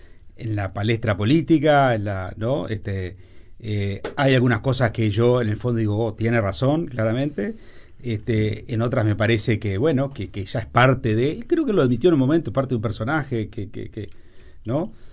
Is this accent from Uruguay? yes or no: yes; Uruguay